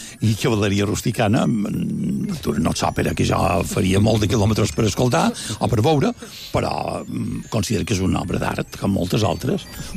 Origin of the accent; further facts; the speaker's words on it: Felanitx, Balearic Islands, Spain; now in Palma, Spain; Jo vaig néixer a Felanitx i sempre m'agrada dir que som felanitxer militant. Visc a Palma, tot i que tinc casa a Porto Colom